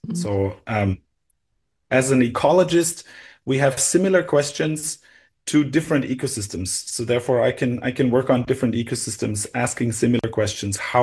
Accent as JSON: {"language": "English", "country": "Germany", "tie": "born or raised there", "moved": "yes", "said": "Yeah, so I grew up in Germany and did my undergrad work in nanobiotechnology."}